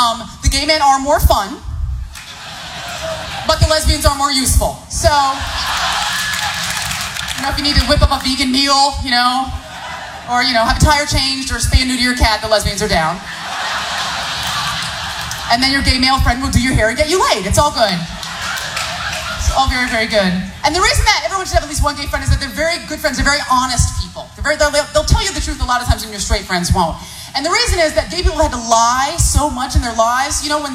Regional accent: San Francisco, California, United States; I grew up in San Francisco. It's like a rule. Right? It is. It's a rule in San Francisco.

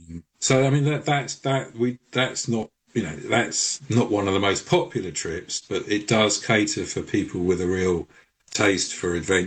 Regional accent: London, United Kingdom; And, as a Londoner, fascinated by, at that point, the biggest city in Europe, the most dynamic city, and a moment of profound change and, fun.

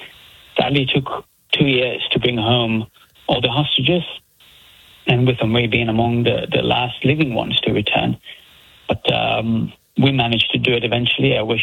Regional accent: Sderot, Southern District, Israel; moved away as an adult; now in New York, United States; we normalized rocket attacks in southern Israel, in my hometown, Sderot

